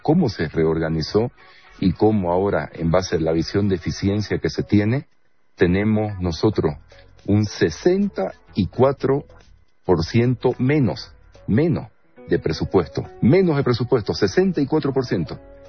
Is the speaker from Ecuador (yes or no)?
no; Bolivia